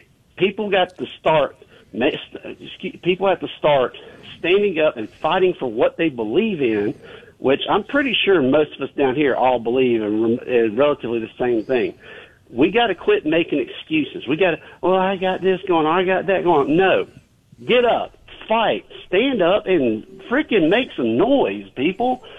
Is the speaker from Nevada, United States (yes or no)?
no; Mississippi, United States; I'm originally from Mississippi.